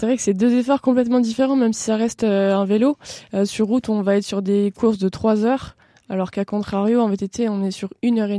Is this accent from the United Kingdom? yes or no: no; France; je suis originaire de Riodin